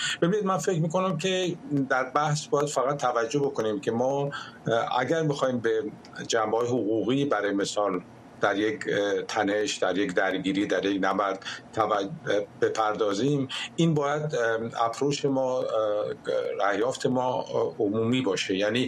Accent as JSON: {"language": "Persian", "country": "Iran", "said": "دغدغه من به عنوان یه ایرانی"}